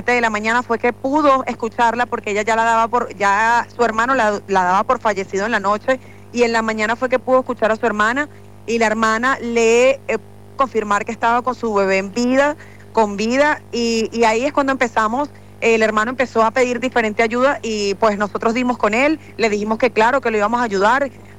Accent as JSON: {"language": "Spanish", "town": "Caracas", "region": "Capital District", "country": "Venezuela", "said": "Actualmente estoy abajo en La Guaira prestando apoyo. Yo soy de Caracas, de la capital."}